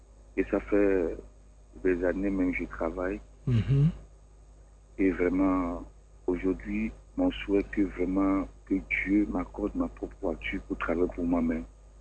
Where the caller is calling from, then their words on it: Abidjan, Côte d’Ivoire; J'appelle de Angré Nouveau Suivant